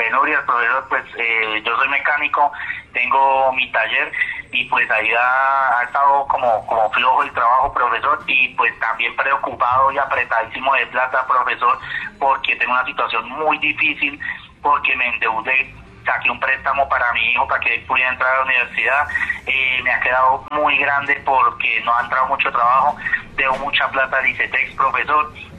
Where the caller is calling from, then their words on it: Duitama, Boyacá, Colombia; De aquí, de Duitama, Boyacá.